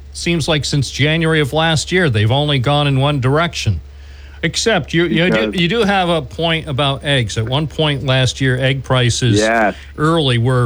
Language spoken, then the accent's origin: English; Endicott, New York, United States; also born or lived in Endwell; When I was growing up in Endwell and Endicott